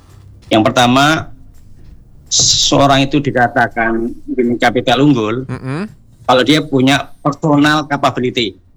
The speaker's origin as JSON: {"language": "Indonesian", "town": "Wonogiri", "region": "Central Java", "country": "Indonesia", "moved": "yes", "lives_now": "Bekasi, Indonesia", "said": "Kalau asli saya dari Wonogiri, Kang."}